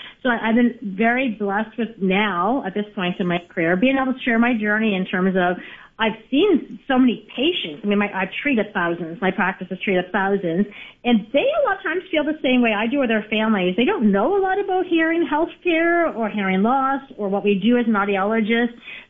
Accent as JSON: {"language": "English", "region": "Nova Scotia", "country": "Canada", "tie": "born or raised there", "said": "I was raised in the East Coast, Canada, in Nova Scotia"}